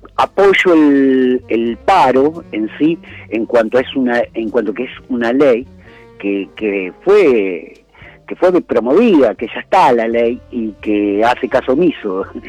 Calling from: La Plata, Buenos Aires Province, Argentina; Soy de La Plata

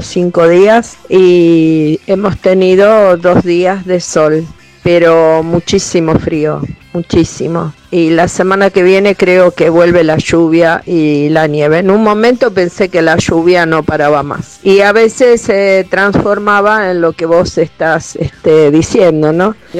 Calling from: Villa Lago Meliquina, Neuquén, Argentina; de Villa Lago Meliquina, Neuquén.

